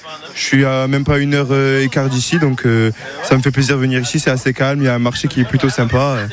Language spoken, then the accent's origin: French; Mont-de-Marsan, Nouvelle-Aquitaine, France; born there; je suis né ici, à Mont-de-Marsan.